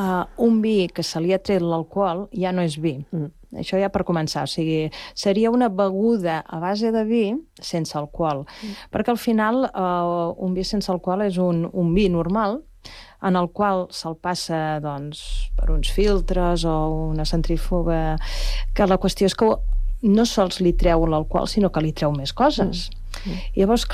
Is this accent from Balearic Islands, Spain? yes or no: no; Valls, Catalonia, Spain; jo sóc de Valls